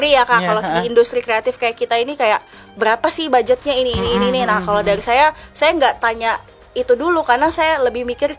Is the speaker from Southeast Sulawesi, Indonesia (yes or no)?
yes; Baubau, Southeast Sulawesi, Indonesia; now in Kendari, Indonesia; saya bukan orang Sulawesi ya, Kak, tapi saya besarnya di Bau-Bau.